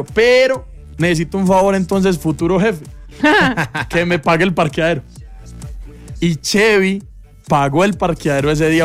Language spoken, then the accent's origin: Spanish; Sonsón, Antioquia, Colombia; moved away; soy de Sonsón, no, me quiero morir en Sonsón y que me entierren.